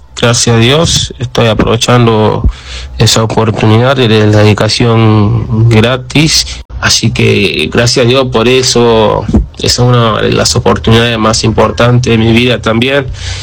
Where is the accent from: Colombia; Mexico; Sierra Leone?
Sierra Leone; Spanish is a second language; now in Argentina; soy de Sierra Leona. Llegué a Argentina hace 4 años ahora, desde 2022 que llegué.